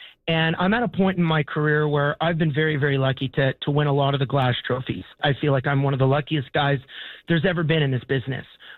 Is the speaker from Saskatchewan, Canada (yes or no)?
no; Alberta, Canada; because I'm from Alberta